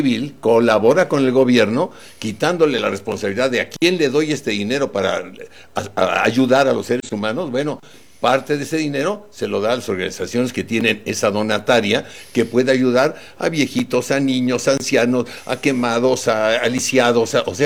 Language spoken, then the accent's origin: Spanish; Mexico City, Mexico; born there; Yo nací en la Lagunilla, por eso lo menciono.